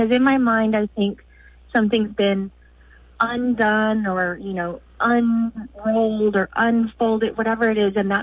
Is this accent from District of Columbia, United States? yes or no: no; Texas, United States; I'm not a sweet tea person. Growing up in Texas, and I'm sure it's more, it's prevalent in the South, it's just too sweet for me.